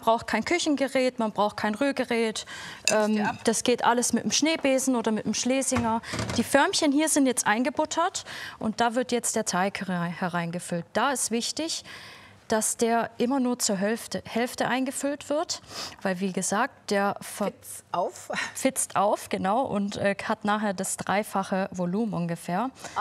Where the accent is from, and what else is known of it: Böblingen, Baden-Württemberg, Germany